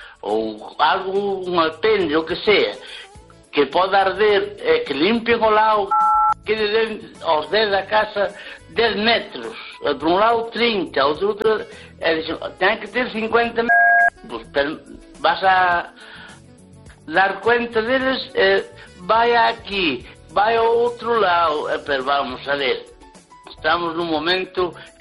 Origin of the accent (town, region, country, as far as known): Lugo, Galicia, Spain